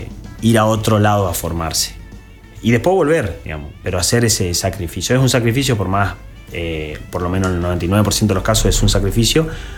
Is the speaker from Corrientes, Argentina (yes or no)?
yes; Corrientes, Argentina; moved away as an adult; now in Resistencia, Argentina; Quería quedarme acá en Corrientes. Bueno, ahora vivo en Resistencia